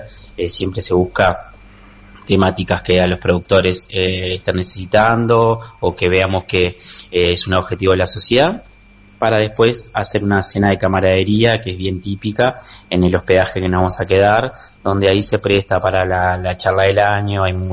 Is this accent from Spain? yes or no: no; Flores, Uruguay; bueno, a mi departamento también, yo soy de Flores